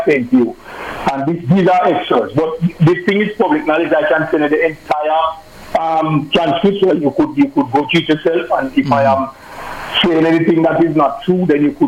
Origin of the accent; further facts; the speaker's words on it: Jamaica; I am a Jamaican